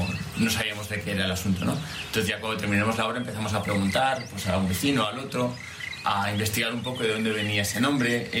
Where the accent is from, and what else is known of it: Santoña, Cantabria, Spain